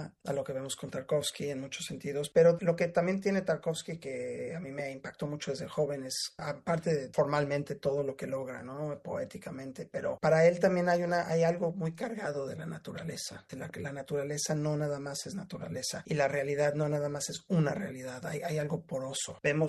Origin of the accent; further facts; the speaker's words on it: Mexico; born there; nací en México